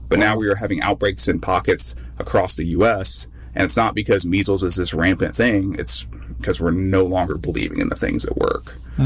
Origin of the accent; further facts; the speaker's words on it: Arkansas, United States; You know, I'm from Arkansas. I think we already, like, Arkansans, in my opinion, are already like, I don't know.